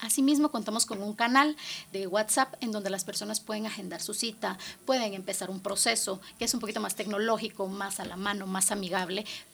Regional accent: Guatemala; nuestros hermanos guatemaltecos

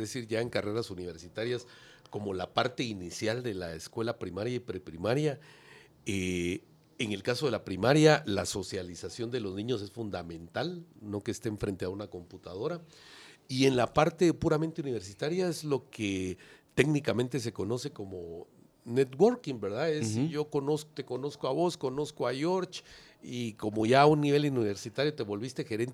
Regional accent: Guatemala; como guatemaltecos debemos de entender

